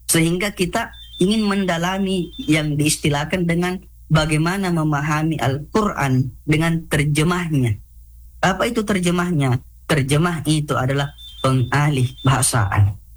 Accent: South Sulawesi, Indonesia; Saya sebagai orang Bugis bisa mengatakan ini Sekdi.

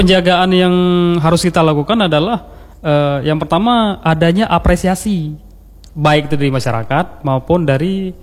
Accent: Aceh, Indonesia; sebagai orang Aceh

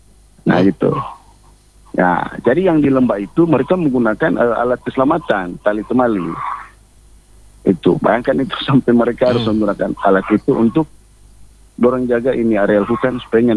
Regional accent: Tahuna, North Sulawesi, Indonesia; Ataupun kita orang Tahuna lah. Orang Tahuna.

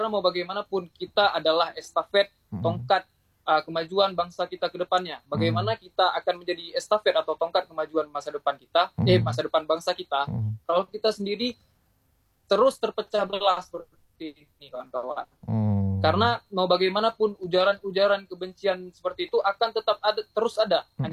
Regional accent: Aceh, Indonesia; suku kita sendirilah, suku Aceh. Saya orang Aceh, saya asli Aceh

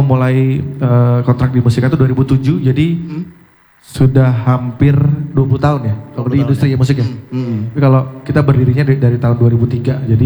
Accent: Ciledug, Banten, Indonesia; Memang kita kan tumbuh di di Cilduk itu ya, di Jalan Cilduk Raya. Kita raised in Cilduk lah gitu ya.

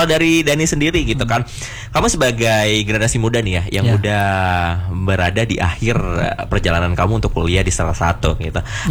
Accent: Java, Indonesia; Mungkin aku dari Jawa dan juga dari daerah lainnya

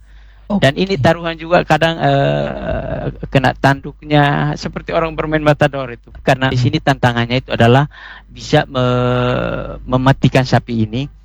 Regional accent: East Nusa Tenggara, Indonesia; istilah kami orang Atoni itu disebut dengan bunuh banu talas atau larangan untuk tidak boleh memetik kelapa

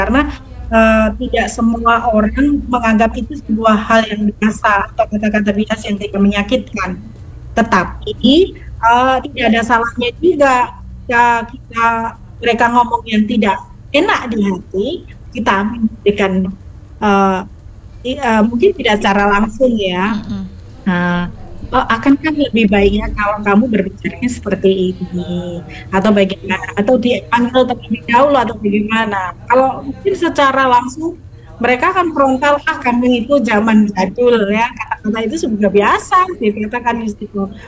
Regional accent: Java, Indonesia; kita orang Jawa

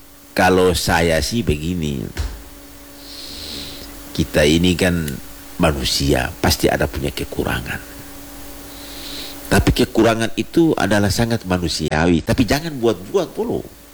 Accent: North Maluku, Indonesia; kita Maluku Utara

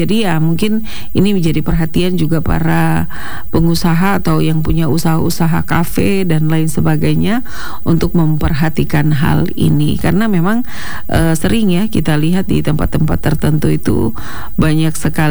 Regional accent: Fakfak, West Papua, Indonesia; kita warga Kota Fak-Fak

